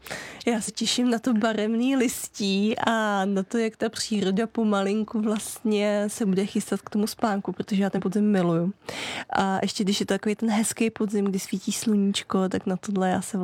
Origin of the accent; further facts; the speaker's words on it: Jičín, Hradec Králové Region, Czechia; A pak mě najdete v mém rodném kraji, a to je v městě Jičín, kde jsem v ambulanci jako dětská psycholožka